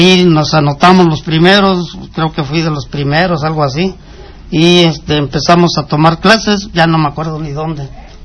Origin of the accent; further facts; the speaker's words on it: Zihuatanejo, Guerrero, Mexico; Yo soy nativo de Zihuatanejo. Yo soy nativo de Zihuatanejo, en la casa Juve.